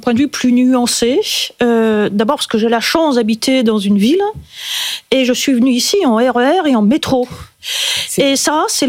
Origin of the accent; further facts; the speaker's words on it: Île-de-France, France; moi, je viens des Yvelines, l'infrastructure n'est pas terrible.